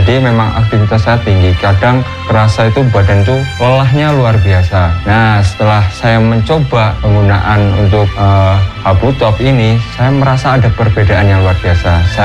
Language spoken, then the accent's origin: Indonesian; Wonosobo, Central Java, Indonesia; now in Karangkobar, Indonesia; Saya asli dari Wonosobo, tapi saya berdomisili di Karangkobar.